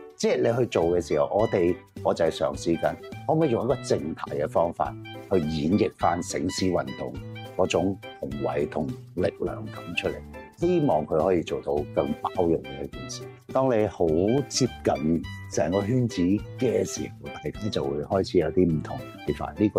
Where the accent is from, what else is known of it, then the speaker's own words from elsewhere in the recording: Hong Kong; 作為一個真係本土土生土長香港人